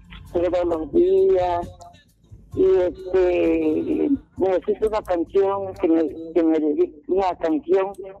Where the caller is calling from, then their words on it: Pichucalco, Chiapas, Mexico; Bueno, bueno, habla … de Pichucalco, Chiapas